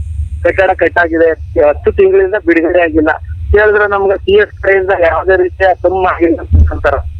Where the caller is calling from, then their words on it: Karnataka, India; ಹೂವಿನ ಕೋಳದಿಂದ ಮುನಿನಳ್ಳಿ ಗ್ರಾಮ ಪಂಚಾಯತಿ ಮಾಜಿ ಉಪಾಧ್ಯಕ್ಷರು.